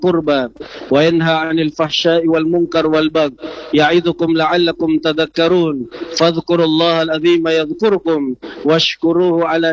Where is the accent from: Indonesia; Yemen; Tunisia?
Indonesia; اللهم اجعل مدينتنا بوبو وبلدتنا إندونيسيا مدينة وبلدة طيبتين